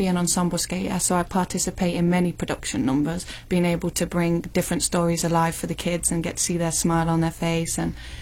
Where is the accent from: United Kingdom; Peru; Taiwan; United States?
United Kingdom; Coventry, West Midlands; Coventry. Ah. It's just a little town. It's quite small.